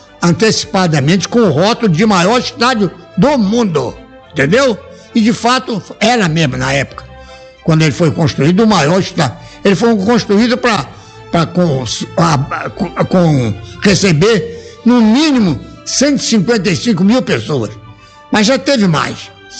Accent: Rio de Janeiro, Brazil; moved away; Olha, eu estava na minha terra, no Rio de Janeiro, com 15 anos de idade.

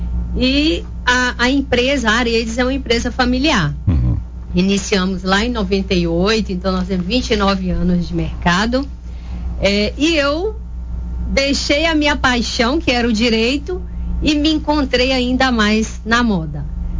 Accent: Coronel Fabriciano, Minas Gerais, Brazil; Sou de Fabriciano, ali do Amaro Lanari.

